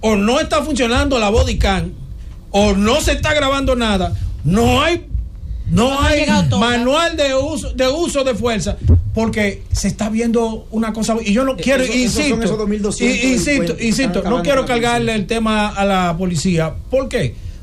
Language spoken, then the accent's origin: Spanish; Santo Domingo Oeste, Santo Domingo, Dominican Republic; Yo soy del municipio de Santo Domingo Oeste, conozco muchas cosas y a muchas personas de ahí